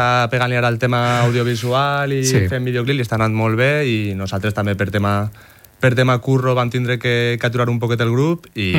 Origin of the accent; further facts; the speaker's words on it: Alcàsser, Valencian Community, Spain; born there; now in Xeraco, Spain; Alcàsser, soc però Alcàsser. Allà... Sí, ja pràcticament quan pregunten ja puc dir pràcticament que soc de Xeraco.